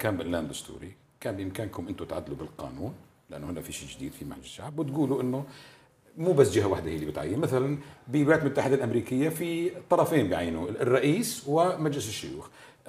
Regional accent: Syria; عندنا بسوريا

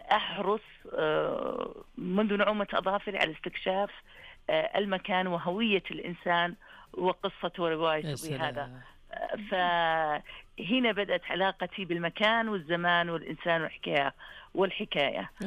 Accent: Saudi Arabia; أنا سعودية

